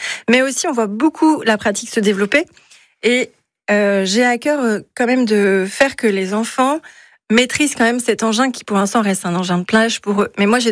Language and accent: French; Le Minihic-sur-Rance, Brittany, France; on est mini-iquoise, donc mini-exurance.